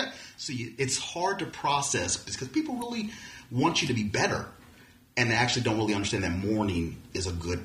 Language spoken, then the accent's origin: English; Altadena, California, United States; I know everybody in that neighborhood. I grew up in Altadena. That's everybody I know.